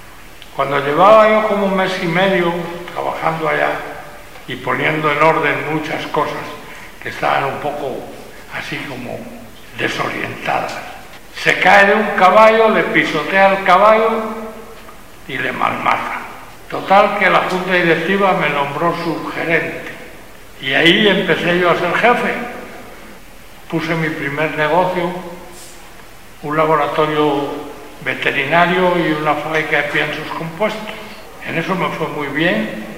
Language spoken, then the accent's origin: Spanish; Spain; Pero los que somos naturales de España, podemos quedar unos 200 o algo por el estilo, no más.